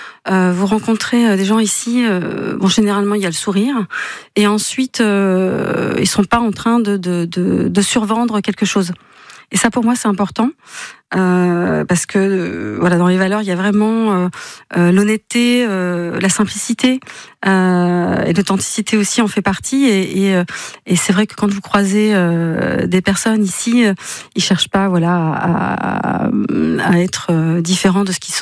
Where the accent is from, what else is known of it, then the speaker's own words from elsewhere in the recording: Saint-Jean-d'Angély, Nouvelle-Aquitaine, France; moved away as an adult; now in Basque Country, France; Je viens de Saint-Jean-d'Angély, en Charente-Maritime.